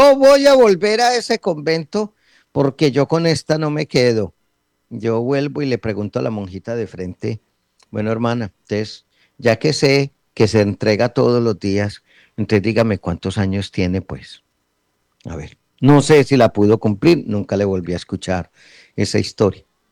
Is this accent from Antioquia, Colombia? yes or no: yes; Antioquia, Colombia; moved away; Me lo voy a llevar para Antioquia. Me lo voy a llevar para mi tierra